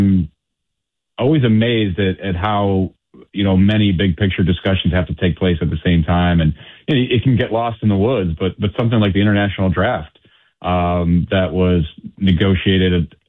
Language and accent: English; Cleveland, Ohio, United States; I come from a smaller market mentality. And I grew up in Cleveland